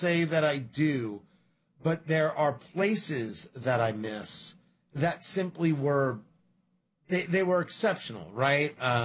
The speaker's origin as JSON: {"language": "English", "region": "New Jersey", "country": "United States", "tie": "born or raised there", "said": "So I grew up in Jersey."}